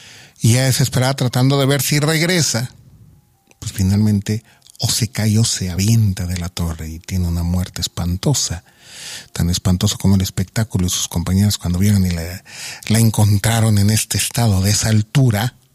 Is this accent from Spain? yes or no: no; Mexico; yo creo que somos mexicanos, o sea, ser mexicano es un elemento que tiene al catolicismo de por medio. Ser mexicano es ser católico.